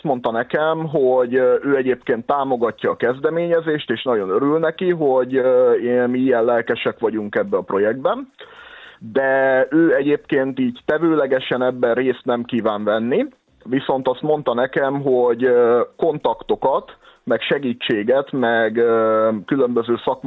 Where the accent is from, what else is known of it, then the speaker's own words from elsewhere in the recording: Hungary; és azt éreztem, hogy újra büszke magyar vagyok.